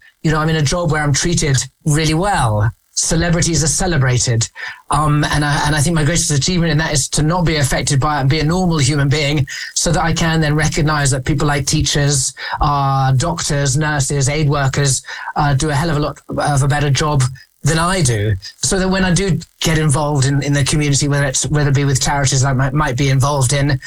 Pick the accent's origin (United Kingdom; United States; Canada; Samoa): United Kingdom; England; as English men in boarding school